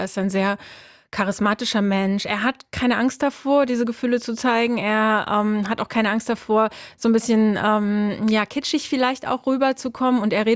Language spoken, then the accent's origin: German; Germany; Das ist ja gerade so als Deutsche, war das sehr angenehm, so zu sehen.